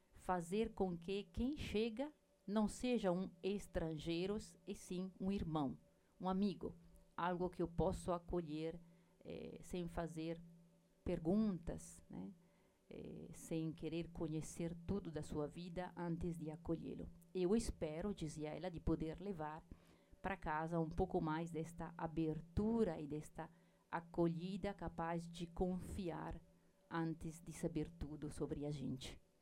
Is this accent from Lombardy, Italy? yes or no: yes; Milan, Lombardy, Italy; Portuguese is a second language; na cidade de onde eu venho, Milão, não acontece, é que todas as portas estão abertas.